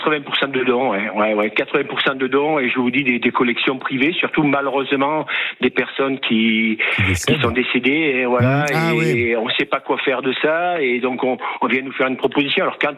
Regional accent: Auvergne-Rhône-Alpes, France; moi, je ne suis pas du Gers, comme vous avez dit tout à l'heure, je suis de Rhône-Alpes.

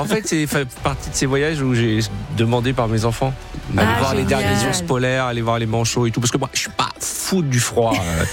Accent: France; moi je suis français, moi je m'occupe pas de la politique israélienne, j'ai déjà du mal à comprendre la politique en France.

